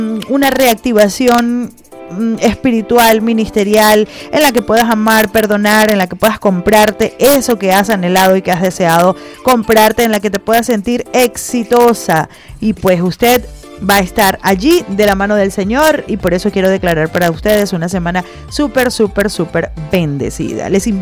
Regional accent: Venezuela; Y nosotros como venezolanos, pues también lo padecemos y también lo vivimos.

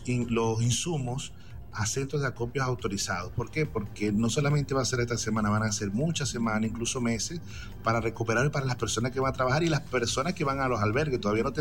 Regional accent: Venezuela

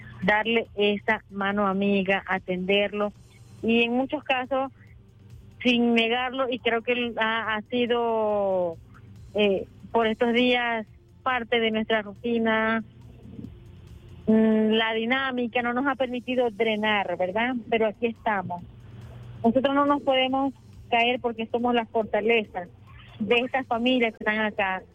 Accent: Venezuela; Y para nosotros ha sido un alivio, no solamente como venezolanos, sino como indígenas afectados ante esta situación.

